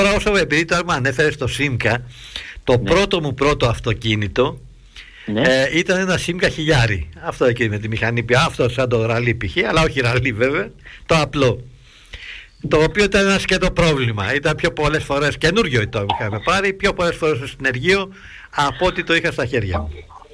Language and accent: Greek; Mani, Peloponnese, Greece; Είμαι από τη Μάνη.